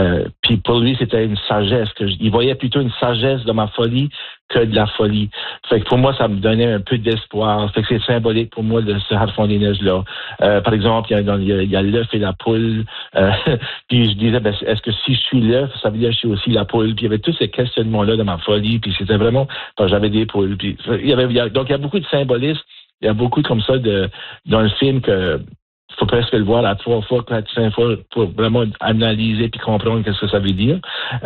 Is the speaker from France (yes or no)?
no; Canada; je suis acadien, je suis père de famille, tout ça.